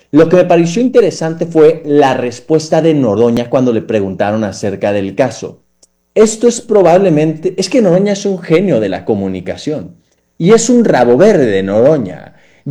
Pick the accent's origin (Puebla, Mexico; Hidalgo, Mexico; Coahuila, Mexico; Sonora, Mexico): Sonora, Mexico; also born or lived in Texas; Crecí en Sonora. Me siento, he vivido en Sonora mucha parte de mi vida, una buena proporción de mi vida. No nací en Sonora, no es un secreto esto.